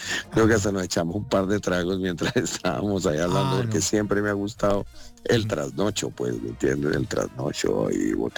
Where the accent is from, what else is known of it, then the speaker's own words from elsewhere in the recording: Tocaima, Cundinamarca, Colombia; yo soy de un pueblo, yo soy de Tocaima.